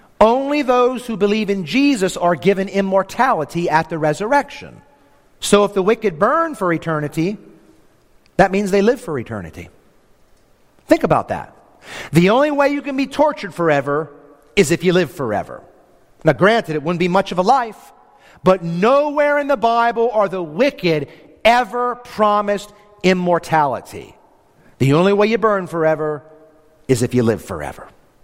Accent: York, Pennsylvania, United States; where I grew up in York, Pennsylvania, you know, the inner city neighborhood where I lived

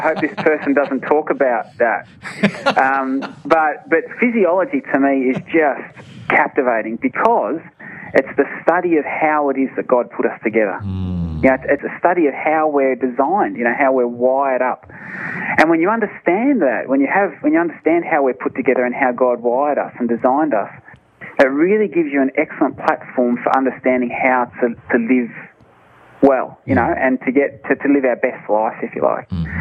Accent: Australia; Now, I, being an Australian, we have a habit of, it as many ills, that one line, being an Australian.

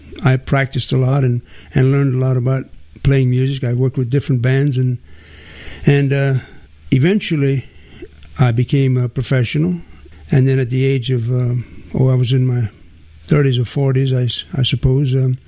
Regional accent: Marksville, Louisiana, United States; born there; I was born in Marksville, Louisiana. It's a small community where I went to a Christian school.

